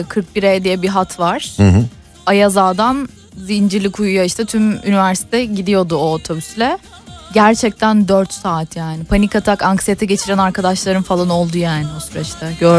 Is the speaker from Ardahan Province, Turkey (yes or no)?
yes; Ardahan Province, Turkey; now in Istanbul, Turkey; ben kendim de Ardahanlıyım. Buradan kendi memleketime de gitmek istesem 25 saatte gidiyorum otobüsle.